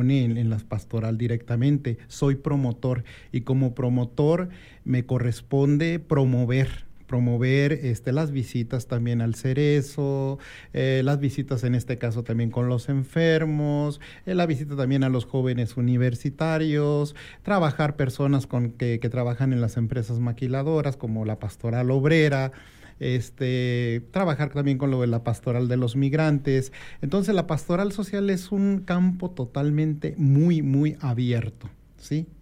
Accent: Mexico

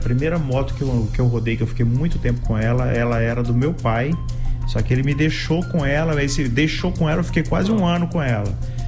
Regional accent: Jaru, Rondônia, Brazil; also born or lived in Buritis; Lá em Jaru, eu cresci em Jaru.

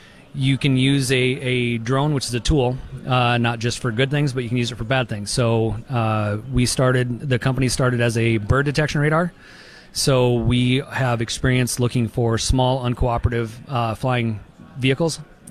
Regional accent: Park Rapids, Minnesota, United States; moved away as an adult; also born or lived in Winona, Minnesota / Idaho; now in Grand Forks, United States; I I grew up in Park Rapids, Minnesota, was stationed at Grand Forks Air Force Base while I was in the Air Force starting in the 90s, made my way back here.

